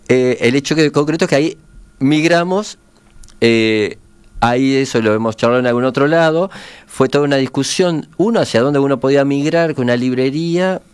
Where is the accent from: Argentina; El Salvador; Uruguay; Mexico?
Uruguay; Montevideo; born there; yo nací en Villa Biarritz